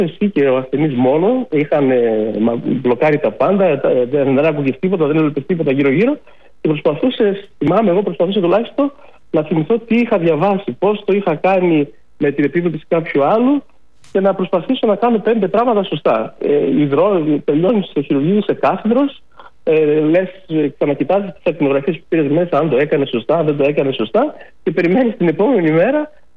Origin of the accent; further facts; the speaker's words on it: Greece; moved away as an adult; Έλληνες είμαι, εδώ γεννήθηκα, εδώ με το ελληνικό κράτος με σπούδασε στο ελεύθερο δημόσιο πανεπιστήμιο. Ήθελα και εγώ να γυρίσω